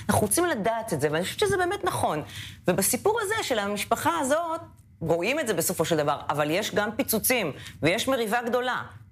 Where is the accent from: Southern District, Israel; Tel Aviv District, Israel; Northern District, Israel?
Tel Aviv District, Israel; Kiryat Ono; כשהייתי קטנה, גדלתי בקריית אונו, והייתי חוזרת הביתה ברחוב עם בתים פרטיים.